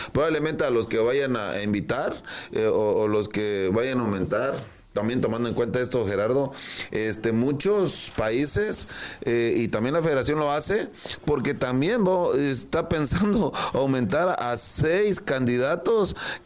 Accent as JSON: {"language": "Spanish", "country": "Mexico", "said": "como mexicanos nos gustaría que esto le diera una buena inversión"}